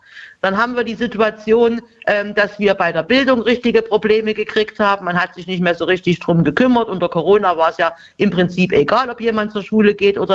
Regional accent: East Germany, Germany; Als Ostdeutsche habe ich das schon einmal im Erwachsenenalter mitgemacht, ja, in den 90er Jahren.

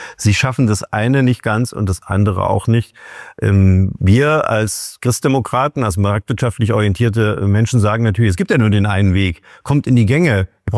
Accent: East Germany, Germany; Wir als Ostdeutsche, Sie auch, wissen, wie das nach 1990 hier war.

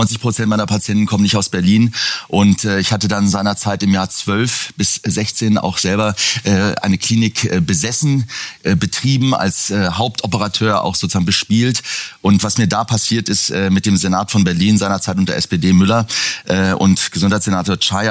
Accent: Iran; Letztendlich bin ich Iraner, iranischer Herkunft. Meine Eltern sind beide Perser, meine Eltern sind Iraner

